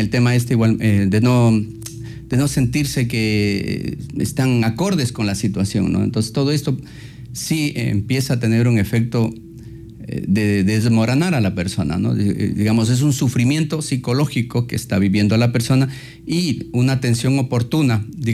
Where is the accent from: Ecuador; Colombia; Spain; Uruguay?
Ecuador; como ecuatorianos nosotros hemos vivido ya un terremoto